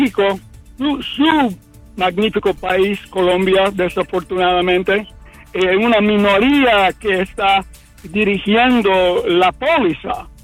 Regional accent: Naples, Campania, Italy; yo soy nativo napolitano

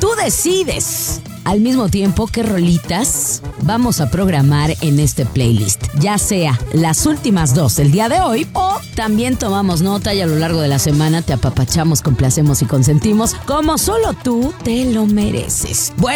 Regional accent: Mexico; de mi terruño y de mi México lindo y querido

